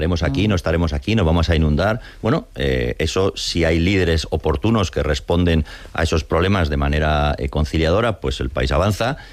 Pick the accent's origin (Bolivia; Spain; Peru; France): Spain; moved away as an adult; now in United States; Sí, soy más español que nunca, porque yo nunca me considero español.